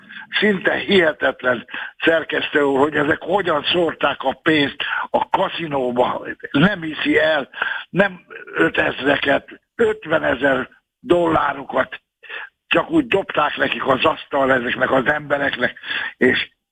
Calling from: Hungary; magyar vagyok

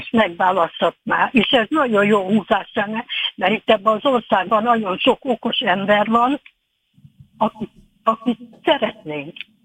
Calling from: Hungary; most nem szégyellem azt, hogy magyar vagyok

